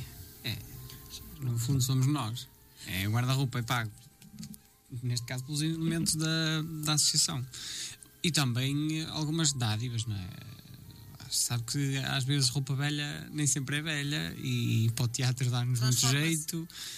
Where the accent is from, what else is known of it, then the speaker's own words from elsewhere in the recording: Portugal; nós somos portugueses